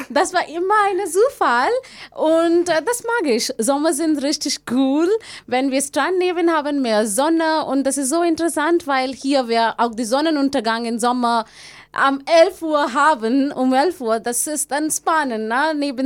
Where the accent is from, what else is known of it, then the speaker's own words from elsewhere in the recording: India; German is a second language; In einer anderen Stadt in Indien. Davor hatte ich auch von meiner Heimat, davor musste ich von meiner Heimat umsehen, so einen anderen Ort, sehr weit weg.